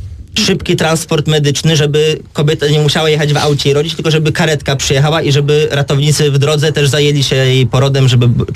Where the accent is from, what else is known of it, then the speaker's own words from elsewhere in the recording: Namysłów, Opole Voivodeship, Poland; u nas w Namysłowie